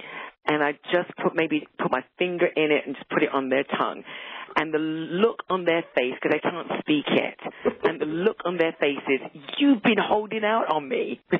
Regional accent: London, United Kingdom; accent: London; moved away; I am very mixed. So the accent is London. I was born in the United Kingdom. Those of you that know London, Southeast London. I'm a Southeast London girl. But my parents were from the Caribbean, from Jamaica.

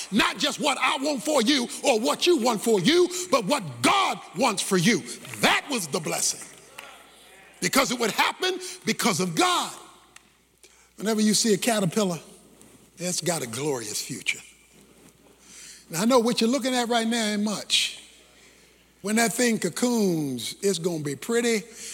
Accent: Baltimore, Maryland, United States; When I was growing up in Baltimore

